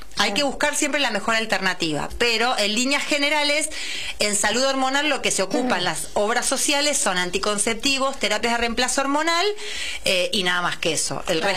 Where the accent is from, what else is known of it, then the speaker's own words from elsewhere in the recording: Argentina; por el acento, pero viva Argentina, somos de Argentina, sí, claramente.